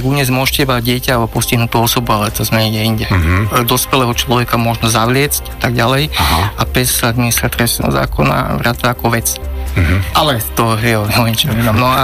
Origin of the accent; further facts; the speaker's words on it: Modra, Bratislava Region, Slovakia; ja pochádzam z Modry